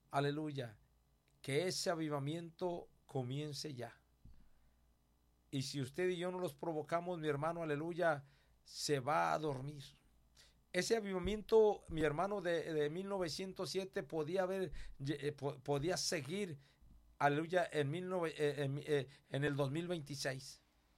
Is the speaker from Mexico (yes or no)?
yes; Tepemiche, San Luis Potosí, Mexico; allá Tepemiche, mi tierra querida